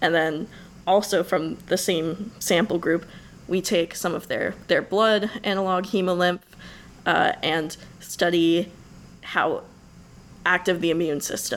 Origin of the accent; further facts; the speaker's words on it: Pennsylvania, United States; moved away as an adult; now in Oberlin, United States; my hometown is a little bit north of Philadelphia.